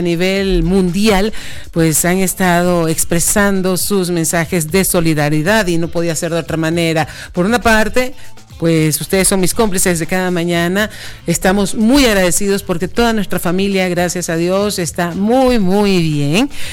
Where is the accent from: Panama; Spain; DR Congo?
Panama; moved away; mi tierra, la cinturita de las Américas, Panamá, puente del mundo, corazón del universo